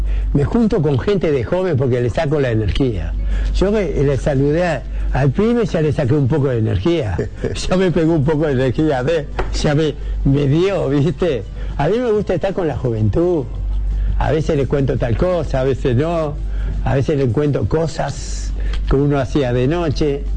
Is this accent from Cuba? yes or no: no; Uruguay; nosotros acá no hablamos italiano, somos uruguayos, somos una familia